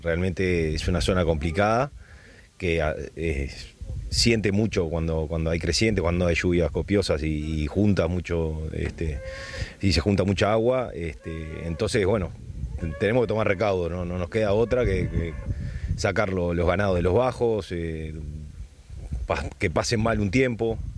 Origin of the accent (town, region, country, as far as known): Uruguay